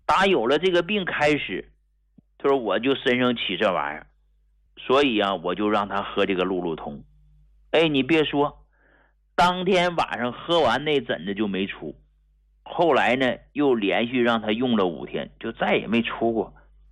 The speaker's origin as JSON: {"language": "Chinese", "town": "Hegang", "region": "Heilongjiang", "country": "China", "also_born_or_lived": "Harbin", "moved": "as an adult", "lives_now": "Beijing, China", "said": "我是从黑龙江鹤岗工农区农村走出来的"}